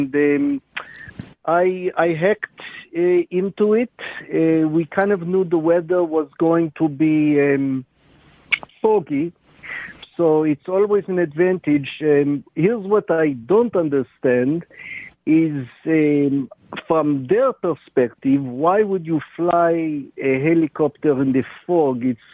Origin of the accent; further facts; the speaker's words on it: Givat Machshev, Israel; No, I am from Israel, and so I'm you know, I live in a small little town, Givat Machshev